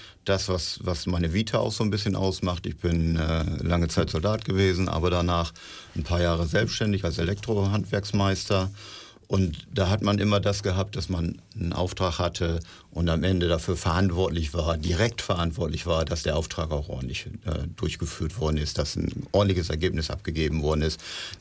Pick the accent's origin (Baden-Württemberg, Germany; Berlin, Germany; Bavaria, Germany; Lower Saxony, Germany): Lower Saxony, Germany; Emden; now in Twixlum, Germany; Ich komme nicht aus einem der Dörfer, das heißt, ich habe kein Kirchturmdenken. Ich komme ja aus Emden.